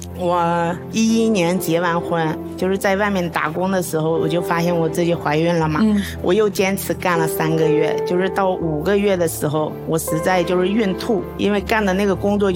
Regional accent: Handan, Hebei, China; 我来自河北邯郸，今年35岁了。

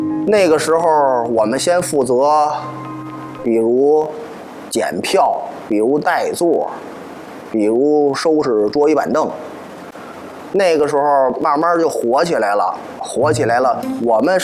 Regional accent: Beijing, China; 您别看我北京人

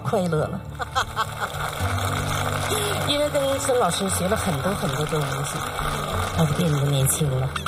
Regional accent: Changchun, Jilin, China; 吉林长春。

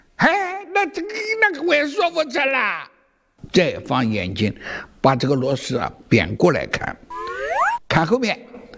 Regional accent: Huzhou, Zhejiang, China; 我们湖州的土话

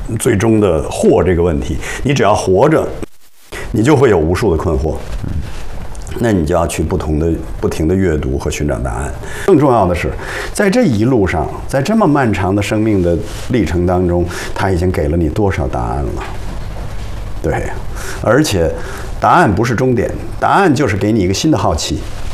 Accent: Hulunbuir, Inner Mongolia, China; moved away; 我的家乡在呼伦贝尔

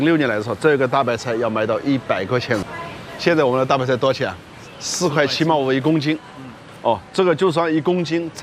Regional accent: China; now in Dubai, United Arab Emirates; 我们中国人在海外

